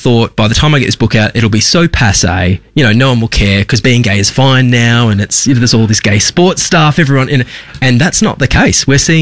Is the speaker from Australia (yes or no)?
yes; Geraldton, Western Australia, Australia; Growing up in Geraldton, it was like being gay means like being, I don't know, in America.